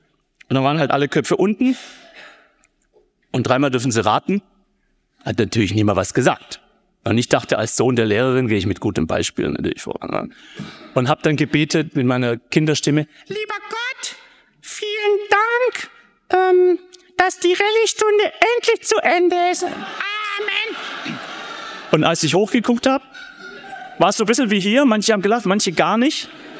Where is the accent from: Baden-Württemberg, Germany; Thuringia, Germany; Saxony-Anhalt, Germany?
Baden-Württemberg, Germany; Gaildorf; die war berühmt in Geildorf, wo ich aufgewachsen bin